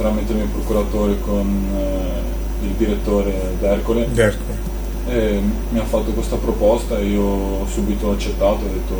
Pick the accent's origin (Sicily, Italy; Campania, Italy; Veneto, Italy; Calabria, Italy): Veneto, Italy; born there; Io sono nato in provincia di Treviso.